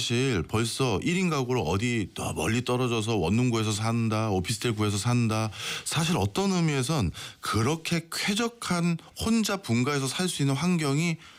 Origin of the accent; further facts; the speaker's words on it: Seoul, South Korea; 저는 집도 서울이라서 굳이 나가서 따로 살 이유가 없잖아요. 통학하는데.